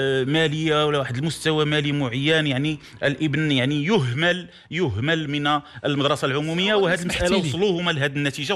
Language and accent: Arabic; Morocco; فالحمد لله هو أن المغربية والمغاربة لديهم خيارين، خاصة في الرباط